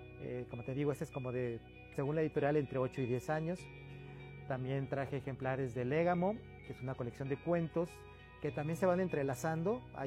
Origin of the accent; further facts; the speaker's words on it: Mexico City, Mexico; soy de la Ciudad de México. Llegué a Juárez a esta feria